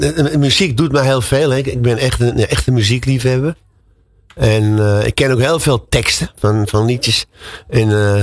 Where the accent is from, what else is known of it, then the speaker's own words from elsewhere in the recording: Amsterdam, North Holland, Netherlands; En ik kom uit Amsterdam.